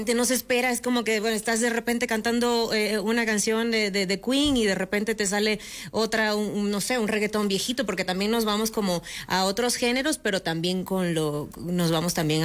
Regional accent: Venezuela; Yo, por ejemplo, soy venezolana

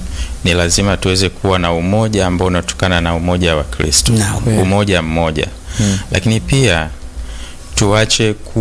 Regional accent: Tanzania; Sisi ni Watanzania, yani tu wa moja.

